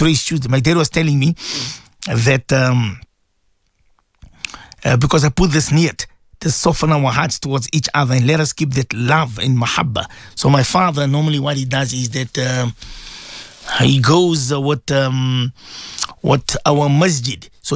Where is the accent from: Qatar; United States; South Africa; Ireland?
South Africa; Palm Ridge, Gauteng; I gave this topic as well in Palm Ridge, my hometown.